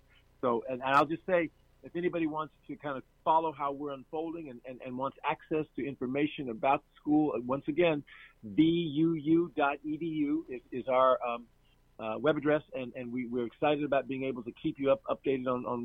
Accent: Cleveland, Ohio, United States; I grew up in Cleveland, Ohio, and as a little boy, I don't remember because I was very small at the time, but I grew up in Cleveland, Ohio, and I was a member of the Antioch Baptist Church.

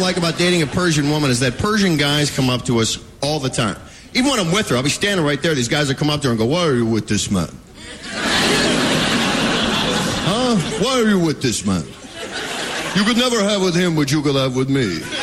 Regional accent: Milwaukee, Wisconsin, United States; that's how I was raised, blue collar. I was raised in Milwaukee, used to be a machinist.

